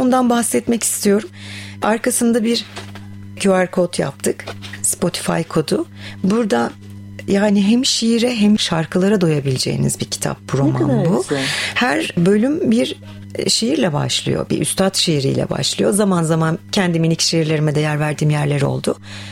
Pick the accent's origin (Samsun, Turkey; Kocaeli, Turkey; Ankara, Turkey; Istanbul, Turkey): Samsun, Turkey; Ben doğma büyüme Samsunluyum.